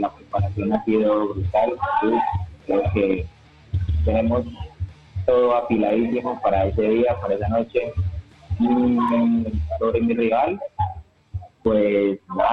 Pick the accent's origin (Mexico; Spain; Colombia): Colombia; yo vengo creciendo en San Mateo, aquí en Chamaco. Yo vengo desde el barrio.